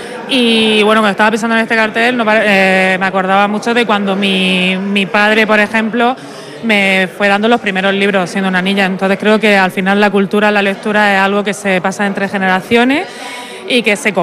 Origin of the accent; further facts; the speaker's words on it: Mula, Region of Murcia, Spain; No nací en El Palmar, pero no, soy de Mula.